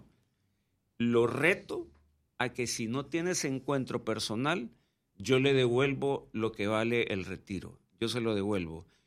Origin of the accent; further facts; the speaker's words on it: El Salvador; moved away as an adult; now in Panama; soy del Salvador, pero yo ya, como digo, de corazón soy C3, vea, C3 de corazón.